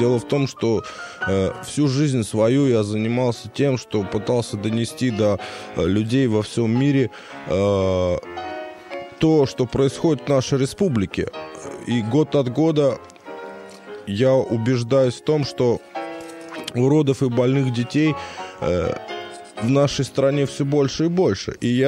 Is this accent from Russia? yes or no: no; Kyzylorda, Kyzylorda Region, Kazakhstan; я родом из Южного Казахстана, с Кызылорды. Многие радиослушатели знают такой город. И всю жизнь я прожил на берегу Аральского моря.